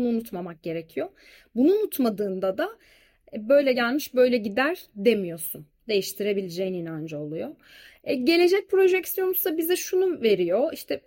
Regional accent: Antalya, Turkey; Ben Antalyalıyım. Ara ara gidiyorum Antalya'ya

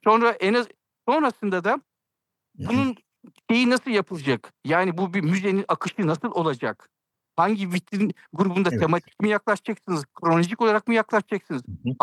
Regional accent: Posof, Ardahan Province, Turkey; Çünkü biz o vakitler biz Posofluyuz. İşte Gürcistan sınırındayız.

